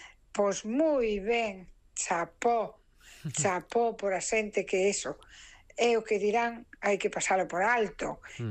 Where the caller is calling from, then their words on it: Cangas, Galicia, Spain; de Cangas